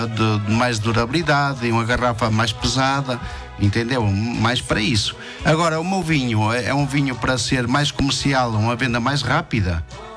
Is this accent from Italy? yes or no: no; Portugal; now in Brazil